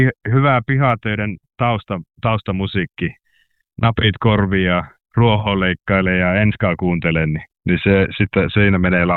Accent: Suolahti, Central Finland, Finland; Mä vartuin tuolla Keski-Suomessa Suolahdessa Jyväskylän pohjoispuolella ja siellä oli kovat menot käynnissä aina.

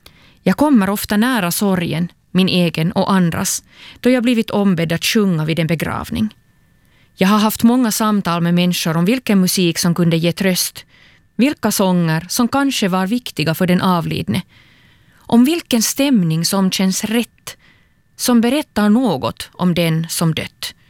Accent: Turku, Southwest Finland, Finland; från Åbo och talar under den här andakten

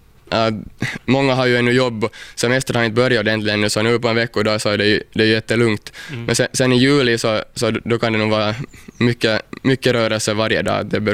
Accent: Pargas, Southwest Finland, Finland; Jag är nog hemma från Mielisholm och min farfar är faktiskt hemma här från Kirjais också. Så att jag är nog hela min släkt härifrån regionen, när regionen och Pargas.

